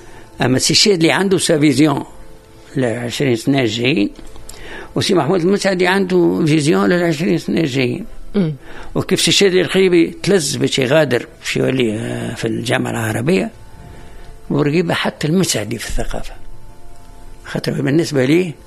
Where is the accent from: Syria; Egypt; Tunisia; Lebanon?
Tunisia; احنا ساعه كنا من تونس